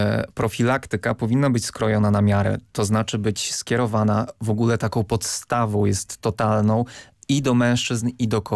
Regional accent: Lublin Voivodeship, Poland; Ja pochodzę z niedużego miasta na Lubelszczyźnie i tam są siłownie na świeżym powietrzu.

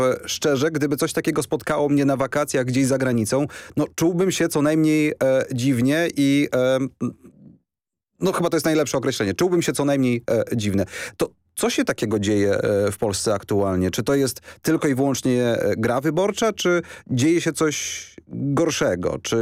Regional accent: Kielce, Świętokrzyskie Voivodeship, Poland; Dziękuję, bo sam jestem Kielczaninem.

